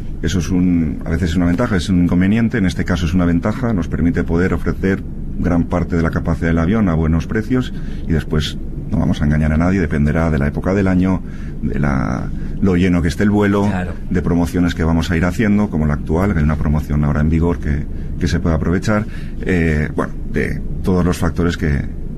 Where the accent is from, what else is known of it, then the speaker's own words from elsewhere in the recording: Mallorca, Balearic Islands, Spain; Yo soy de Mallorca.